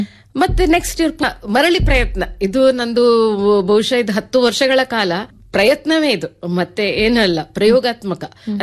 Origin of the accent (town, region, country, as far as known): Saligrama, Karnataka, India; born or raised there; moved away as an adult; also born or lived in Sagara / Udupi / Mangaluru / Sharjah, UAE